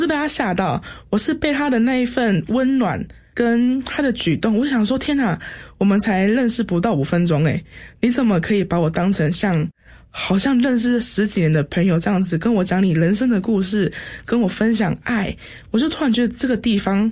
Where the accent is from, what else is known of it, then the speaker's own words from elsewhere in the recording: Tainan, Taiwan; 因为毕竟我是在台南南部长大的，就是都是传统信仰拿香拜拜的